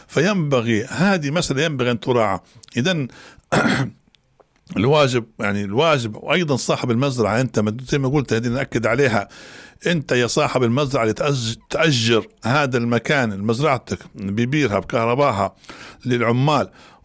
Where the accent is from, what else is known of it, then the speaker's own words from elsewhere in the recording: Libya; وحنا كنا كليبيين نعرفوا استنزاف الأرض